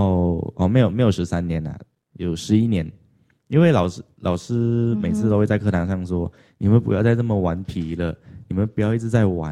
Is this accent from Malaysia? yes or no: yes; Malaysia; moved away as an adult; now in Taiwan; 像我是马来西亚人嘛，我现在来到台湾读书